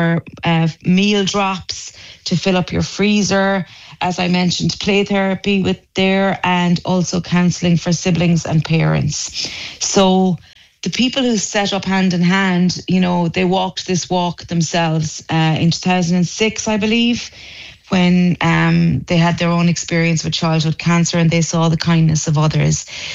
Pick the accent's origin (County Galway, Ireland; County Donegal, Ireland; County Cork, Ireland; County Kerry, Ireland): County Galway, Ireland; Ahascragh; now in Mullinahone, Ireland; from Ahaskra originally, and I'm living now in Tipperary for the last 20-something years, based in Mullnahone.